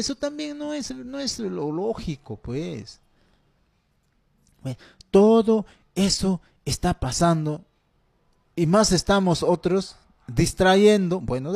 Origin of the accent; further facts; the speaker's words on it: Ricrán district, Junín, Peru; now in Pichanaki, Peru; En estos días he podido estar por mi pueblo natal, distrito de Ricrán